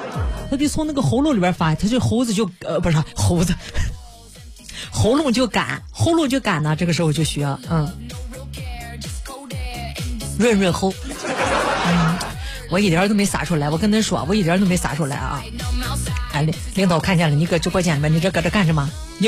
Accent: Rizhao, Shandong, China; accent: Rizhao dialect; now in Xuzhou, China; 我从小过山东长大的，我是个山东大妹儿，山东大妞

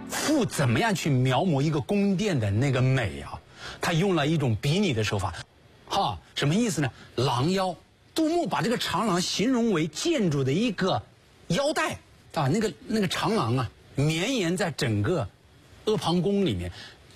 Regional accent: China; 我们中国人

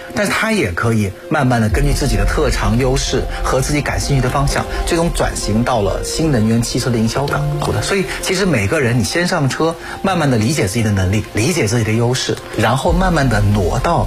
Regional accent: China

